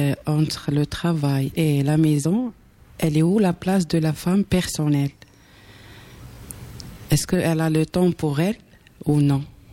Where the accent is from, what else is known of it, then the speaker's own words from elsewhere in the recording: Algeria; moved away as an adult; now in Toulouse, France; je suis algérienne, j'ai 41 ans, j'ai 5 enfants. Je suis ici en France depuis 3 ans